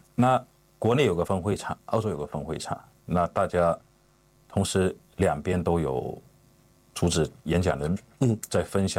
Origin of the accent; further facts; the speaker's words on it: Fujian, China; now in Sydney, Australia; 身为一个福建人的优势吧